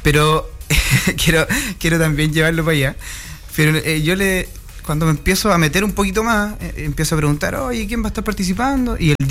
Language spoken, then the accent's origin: Spanish; Mulchén, Biobío, Chile; moved away as an adult; now in Los Ángeles, Chile; Yo estoy viviendo hace 5 años en Los Ángeles, pero yo soy nacido y criado en Mulchen.